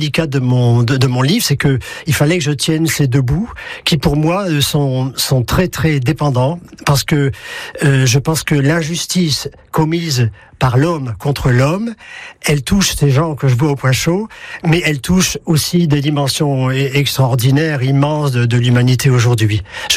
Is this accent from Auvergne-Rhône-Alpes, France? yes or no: no; Hauts-de-France, France; moved away as an adult; now in Périgueux, France; En vrai dire, je suis pas originaire du Périgord, je suis originaire du Pas-de-Calais, mais je suis arrivé à Périgueux en 1981.